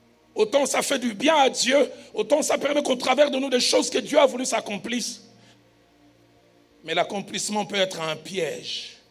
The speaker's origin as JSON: {"language": "French", "town": "Lausanne", "region": "Vaud", "country": "Switzerland", "tie": "born or raised there", "said": "J'ai grandi à Lausanne."}